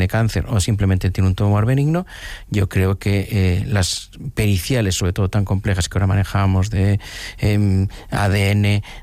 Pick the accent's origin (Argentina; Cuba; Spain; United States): Spain; Galicia; Yo soy gallego, aquí cualquier anciano cualquier anciana de mi pueblo te dice enseguida lo que tienes según lo que haces.